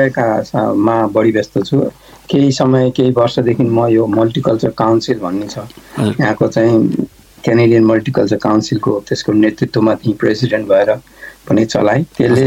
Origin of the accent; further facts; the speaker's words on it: Bhandara, Bagmati, Nepal; बजार हाम्रो चितवनमा एउटा बजार छ जसलाई भण्डारा बजार भन्छ, त्यो बजारमा हुर्केको।